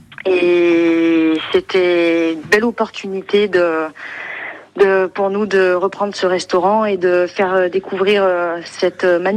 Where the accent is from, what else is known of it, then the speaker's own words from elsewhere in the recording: Saint-Chamond, Auvergne-Rhône-Alpes, France; now in Saint-Just-Saint-Rambert, France; Oui, moi je suis originaire de Saint-Chamond.